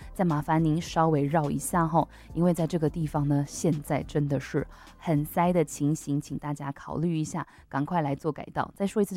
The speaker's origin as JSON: {"language": "Chinese", "region": "central Taiwan", "country": "Taiwan", "tie": "born or raised there", "moved": "yes", "said": "因为我是中部长大的小朋友，"}